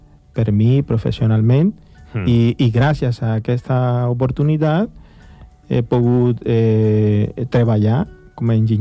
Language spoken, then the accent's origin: Catalan; Barranquilla, Atlántico, Colombia; Catalan is a second language; moved away as an adult; also born or lived in Valencia; now in Calafell, Spain; soc colombià de Barranquilla.